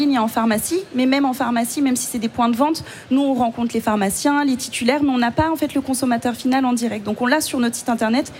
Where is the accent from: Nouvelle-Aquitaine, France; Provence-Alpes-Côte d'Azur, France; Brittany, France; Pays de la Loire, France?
Nouvelle-Aquitaine, France; Île d'Oléron; comme on vient de l'île d'Oléron à côté de La Rochelle